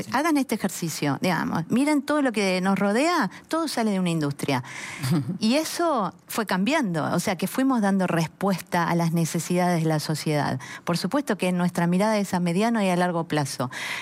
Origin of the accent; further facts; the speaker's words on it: Argentina; como argentinos, también nos hacen falta.